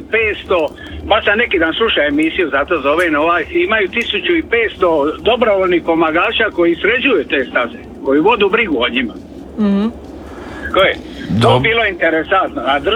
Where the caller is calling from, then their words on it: Switzerland; Ja dolazim iz Švicarske i oni radu dosta na tome.